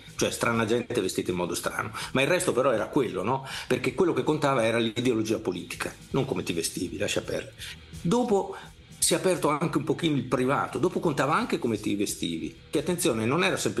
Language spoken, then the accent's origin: Italian; Emilia-Romagna, Italy; Beh, noi avevamo due poli, no, dalle nostre parti, uno era Bologna, il polo invernale, e l'altro il polo estivo che era Rimini e tutta quella parte di Romagna.